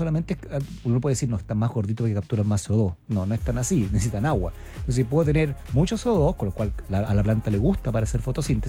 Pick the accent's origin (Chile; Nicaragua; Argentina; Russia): Chile; Iquique, Tarapacá; el principal problema es que yo vengo de Iquique, yo soy de Iquique, allá están distintas comillas mineras, Spence, Minera Escondida, Bachepivil, y todo el norte.